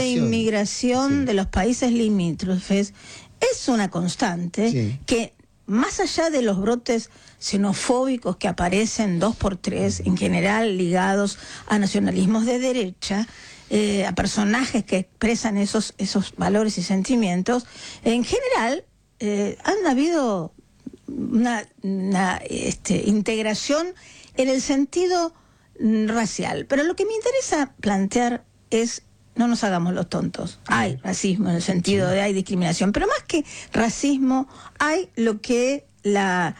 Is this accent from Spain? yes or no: no; Argentina